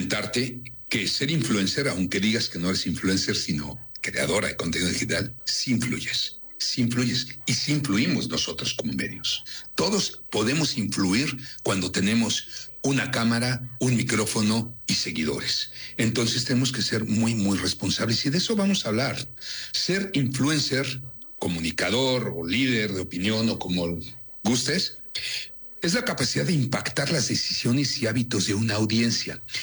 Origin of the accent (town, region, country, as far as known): Mexico